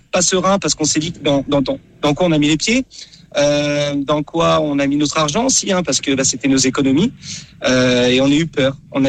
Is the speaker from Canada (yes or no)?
no; Nantes, Pays de la Loire, France; moved away as an adult; now in Bali, Indonesia; Moi, je suis nantais de base, donc j'avais peur de manquer un peu de la vie de tous les jours.